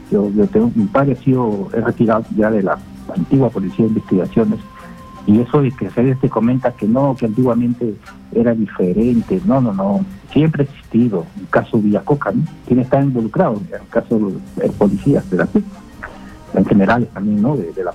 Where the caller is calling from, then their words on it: Lima, Peru; yo llamo Santiago de Surco.